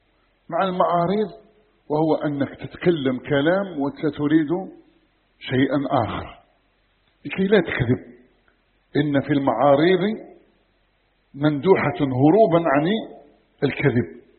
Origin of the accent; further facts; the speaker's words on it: Algeria; سموها عندنا في الجزائر الوعدة، وعدة وهي طقوس الوليمة التي تقام على القباب